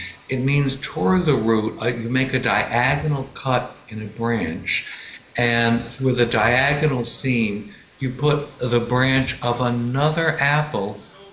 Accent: Connecticut, United States; we grew up in Connecticut

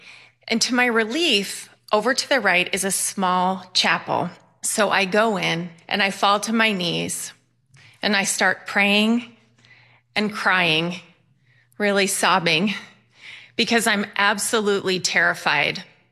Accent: Bennington, Vermont, United States; born there; now in Phoenix, United States

